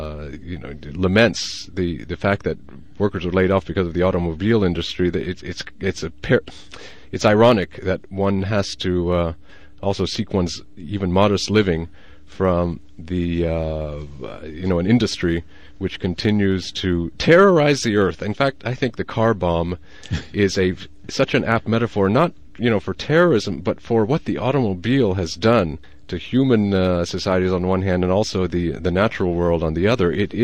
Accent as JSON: {"language": "English", "region": "İzmir", "country": "Turkey", "tie": "born or raised there", "moved": "yes", "said": "when I grew up in Turkey"}